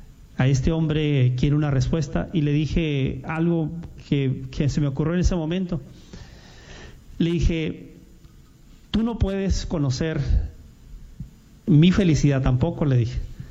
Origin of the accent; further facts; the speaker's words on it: Tijuana, Baja California, Mexico; soy de Tijuana.